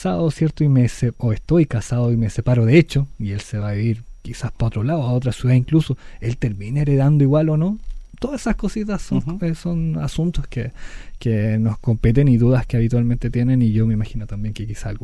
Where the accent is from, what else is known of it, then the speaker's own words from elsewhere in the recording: Puerto Montt, Los Lagos, Chile; also born or lived in Valparaíso; now in Maullín, Chile; Yo soy de Puerto Montt, pero estudié en Valparaíso